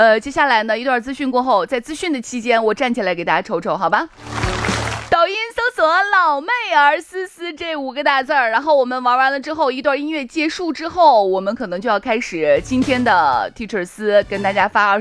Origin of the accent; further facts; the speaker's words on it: Shaanxi, China; 就我觉得我们陕西人怎么可以过得这么舒适，